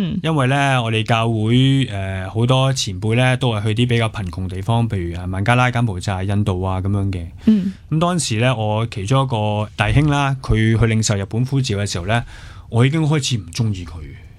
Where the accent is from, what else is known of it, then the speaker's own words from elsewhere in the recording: Hong Kong; 我哋香港人